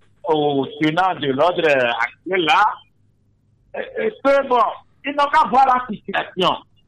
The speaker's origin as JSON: {"language": "French", "country": "Togo", "tie": "born there", "said": "je suis de Togo."}